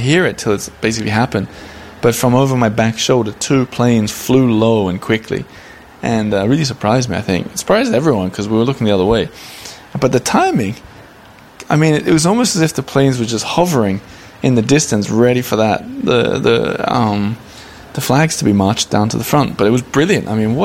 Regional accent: Australia; similar to how I felt a bit sort of out of place as an Australian there

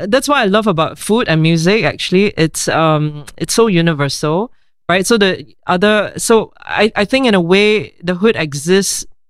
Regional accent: Singapore; now in Paris, France

